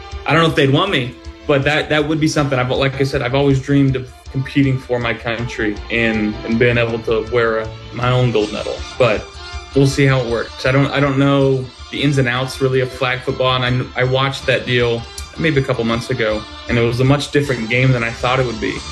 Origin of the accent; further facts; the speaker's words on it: California, United States; I'm from California. It's in LA. You know, I live here now.